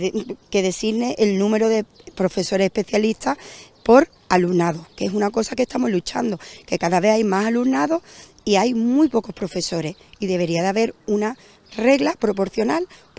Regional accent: Spain; todos somos españoles y nos ampara la misma Constitución y los mismos derechos fundamentales.

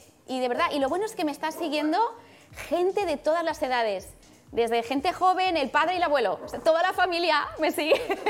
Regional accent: Alpicat, Catalonia, Spain; Nací allá en Alpicat. Alpicat, que es un pueblecito de Lleida maravillosa.

